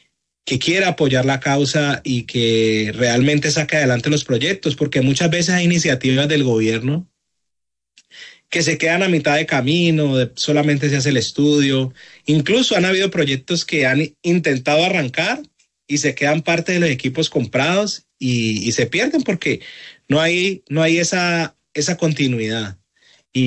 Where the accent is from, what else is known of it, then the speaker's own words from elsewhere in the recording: Cali, Valle del Cauca, Colombia; moved away as an adult; now in Tampa, United States; yo soy de Cali, y pues lo que es alrededor de Cali, todo el tema del Cauca, vivimos todo este flagelo